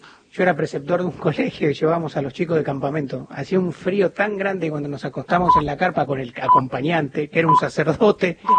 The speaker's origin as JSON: {"language": "Spanish", "region": "Buenos Aires", "country": "Argentina", "said": "Soy de Caballito, muy urbano."}